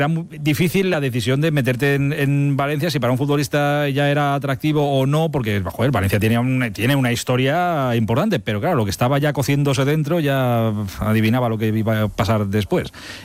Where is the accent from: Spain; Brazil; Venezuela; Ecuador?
Brazil; Spanish is a second language; moved away as an adult; now in Italy; Sí, salí de Brasil a Italia.